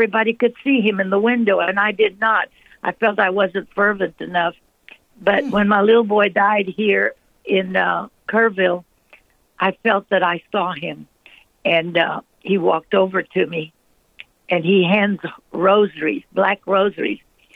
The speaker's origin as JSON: {"language": "English", "country": "Venezuela", "also_born_or_lived": "Oklahoma", "said": "I went to school, I'm from Venezuela, in Monte Cassino in Oklahoma"}